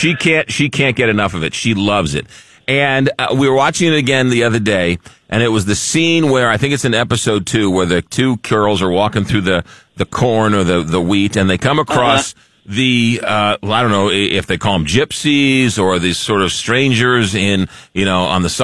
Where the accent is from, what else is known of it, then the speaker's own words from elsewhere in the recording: Long Island, New York, United States; Speaking of concerts, you know, I grew up in Long Island, and one of the staples of the summer was that was the Jones Beach concert venue